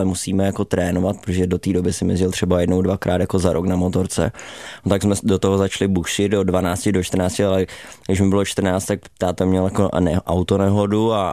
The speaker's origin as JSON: {"language": "Czech", "town": "Ostrava", "region": "Moravian-Silesian Region", "country": "Czechia", "said": "takže jo, ale jako vlastně jsem Ostravák."}